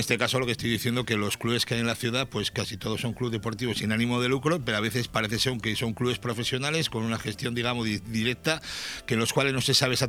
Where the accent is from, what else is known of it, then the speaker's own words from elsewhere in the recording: Tafalla, Navarre, Spain; No sé, de mi pueblo no es, que yo soy de Tafalla, muy orgulloso.